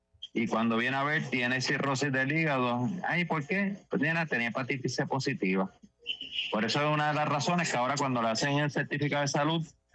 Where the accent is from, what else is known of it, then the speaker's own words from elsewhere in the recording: Isabela, Puerto Rico; Llevamos más de 60 años aquí en Isabela. Somos de los laboratorios que sí somos de Isabela, porque ahora hay mucha gente que está puesto de otro lado. Aquí somos de aquí como el gallito.